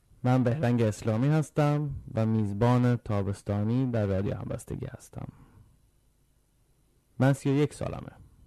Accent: Sweden; now in Stockholm, Sweden; تو استکهلم زندگی میکنم با همسرم و پسرم. من تو سوئد به دنیا اومدم و تقریبا تمام زندگیم اینجا زندگی کردم.

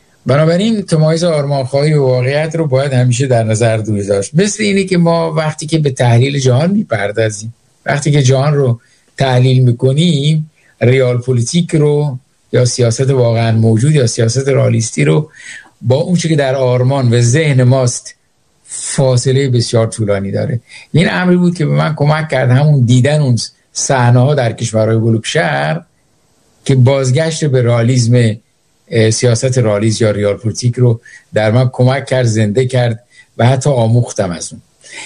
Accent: Iran; now in Sweden; همین که گفتی از سوئد میام ما فکر می‌کنیم تو سوئدی هستی. گفتم نه با من اصلا از ایران میام، ولی سوئد هر جا که میریم بیرون

